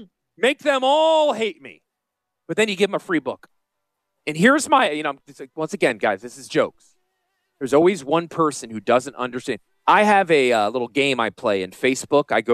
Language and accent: English; Connecticut, United States; also born or lived in Philadelphia / Utah; I am a damn Yankee. Born and raised in Connecticut, went to school in Philly, moved to Utah. I've been in the South longer than I lived in the North.